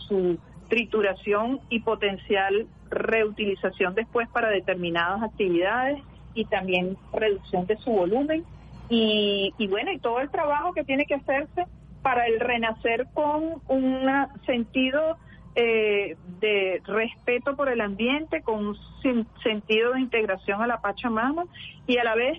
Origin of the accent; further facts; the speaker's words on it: Venezuela; nosotros como venezolanas y venezolanos